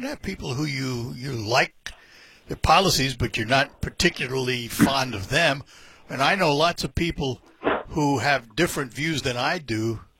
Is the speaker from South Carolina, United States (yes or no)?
no; New York City, New York, United States; I grew up in New York City, so Trump has been a name in New York forever.